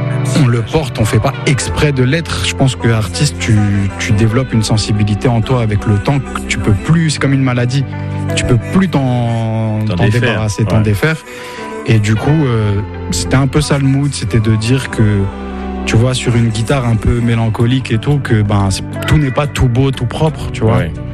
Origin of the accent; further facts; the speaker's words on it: Morocco; Bah après, faut pas oublier que je suis marocain aussi.